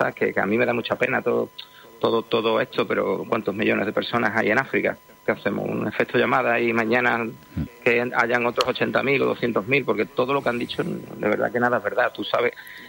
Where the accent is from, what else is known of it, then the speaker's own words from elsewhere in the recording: Spain; primero soy español y tampoco tengo por qué abandonar mi tierra ni tengo por qué irme de aquí